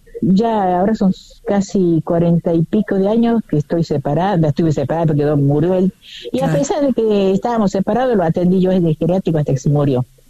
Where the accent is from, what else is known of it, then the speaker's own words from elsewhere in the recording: Sebastián Elcano, Córdoba, Argentina; moved away as an adult; also born or lived in Buenos Aires; Soy cordobesa y cuando me casé me fui a vivir a Buenos Aires. Ahí viví 35 años